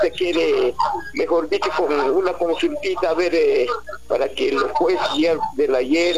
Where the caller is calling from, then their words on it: Armapampa, Peru; Te estoy llamando desde Armapampa